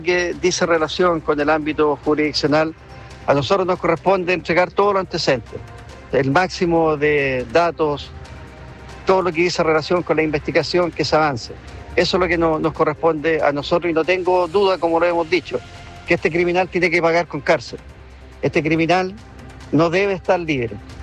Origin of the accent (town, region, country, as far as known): Chile